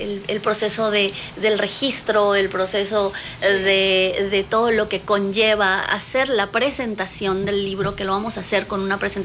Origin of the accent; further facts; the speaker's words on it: Paraguay; now in Mexico; yo soy paraguaya, yo no soy mexicana, vivo hace muchos años en México.